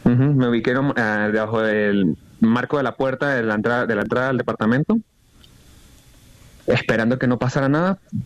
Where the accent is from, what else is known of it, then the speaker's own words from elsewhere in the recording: Socopó, Barinas, Venezuela; now in Caracas, Venezuela; yo soy de un pueblo que se llama Socopón. Yo no soy de Caracas, yo vine acá